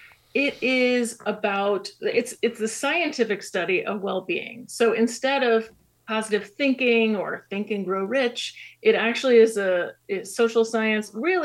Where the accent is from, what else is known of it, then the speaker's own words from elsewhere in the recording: California, United States; born there; I was born in California